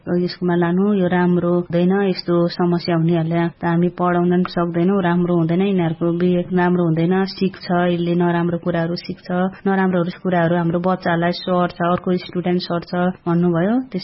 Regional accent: Sindhupalchok District, Bagmati, Nepal; now in Bhaktapur, Nepal; मेरो घर सिन्धुपाल्चोक जिल्लामा हो, म हाल भक्तपुरमा बस्छु

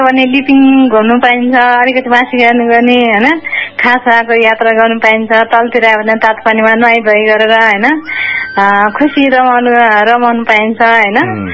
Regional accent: Naya Pul, Bagmati, Nepal; born there; हाम्रो चाहिँ जन्मथला चाहिँ सिन्धुपाल्चोक भटिकोसी गाउँपालिका नयाँ पुल भन्ने ठाउँ होइन

